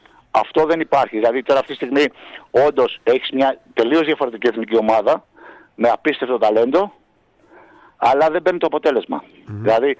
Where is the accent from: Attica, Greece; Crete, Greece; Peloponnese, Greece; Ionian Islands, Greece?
Crete, Greece; Chania; εγώ ως Χανιώτης, και όλοι μας, εντάξει, ως κριτικοί